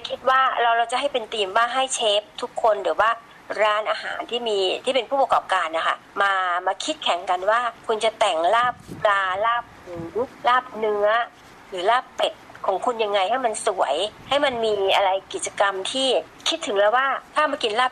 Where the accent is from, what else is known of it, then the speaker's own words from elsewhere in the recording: Ubon Ratchathani, Thailand; ในส่วนที่เราทั้งเป็นคนอุบลในเรื่องเป็นคนอุบลเอง